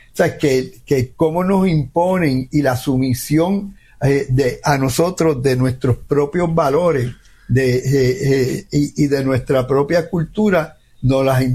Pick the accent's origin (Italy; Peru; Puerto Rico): Puerto Rico; Y yo, sí, yo soy de Puerto Rico.